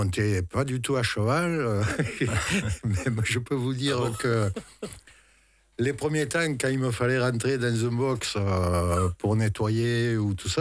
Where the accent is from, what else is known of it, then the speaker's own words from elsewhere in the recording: Saint-Gilles, Occitanie, France; je suis originaire de Saint-Gilles. Mon père était fan de la tauromachie camarguaise, course libre.